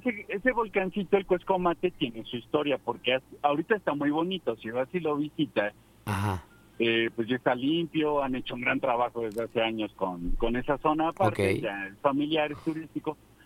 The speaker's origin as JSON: {"language": "Spanish", "region": "Puebla", "country": "Mexico", "tie": "born or raised there", "said": "mi niñez ahí en La Libertad fue mágico."}